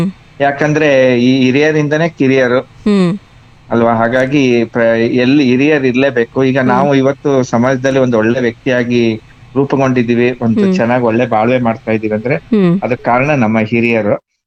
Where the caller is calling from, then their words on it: Shivamogga, Karnataka, India; Vidyanagar, Shivamogga.